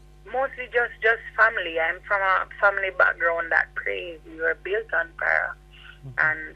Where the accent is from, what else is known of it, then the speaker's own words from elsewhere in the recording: Goshen, Saint Elizabeth, Jamaica; moved away as an adult; now in Spalding, Jamaica; I'm a country girl. I grew up in St. Elizabeth, and I live in Manchester now.